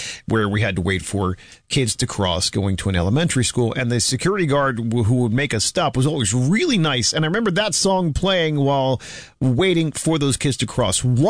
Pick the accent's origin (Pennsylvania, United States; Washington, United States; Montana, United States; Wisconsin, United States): Pennsylvania, United States; Philadelphia; Now, I grew up in Philadelphia, and my high school was 13 or 14 miles away from the house